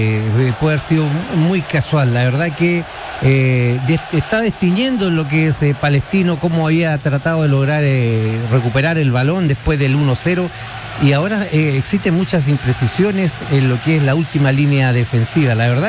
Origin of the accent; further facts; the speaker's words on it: Chile; como chilenos que somos